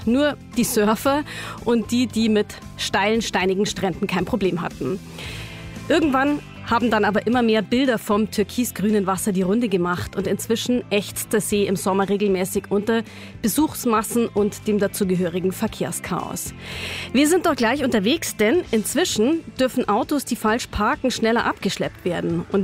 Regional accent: Bavaria, Germany; Ich bin aufgewachsen im Landkreis Bad Tölz-Wolfratshausen und damit auch in der Heimat des wunderbaren Walchensees.

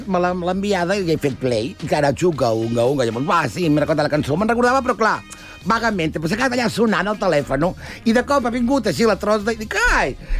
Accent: Barcelona, Catalonia, Spain; Jo, com que soc de Barcelona, que fa molta humitat i es sua molt

